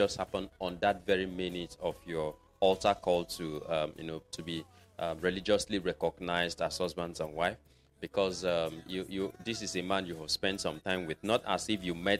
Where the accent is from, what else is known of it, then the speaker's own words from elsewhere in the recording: Nigeria; especially being a Nigerian or being found in Nigeria, as the case may be.